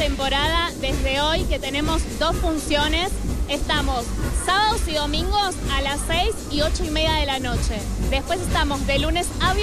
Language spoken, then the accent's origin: Spanish; Buenos Aires, Argentina; moved away; bailarina, vengo de Argentina, Buenos Aires.